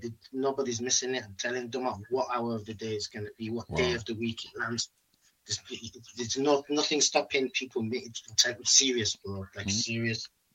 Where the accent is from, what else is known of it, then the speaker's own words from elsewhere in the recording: Leeds, Yorkshire and the Humber, United Kingdom; I'm from Leeds. I rep Leeds.